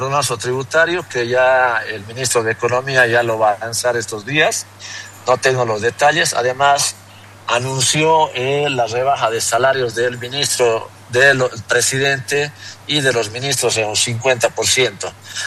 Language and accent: Spanish; Bolivia; ¿Qué queremos como bolivianos?